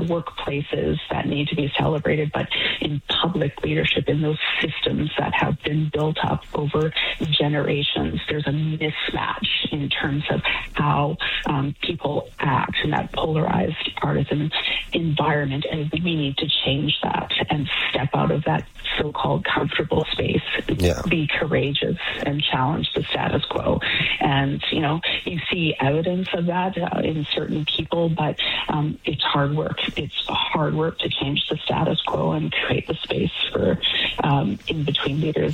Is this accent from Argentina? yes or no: no; British Columbia, Canada; born there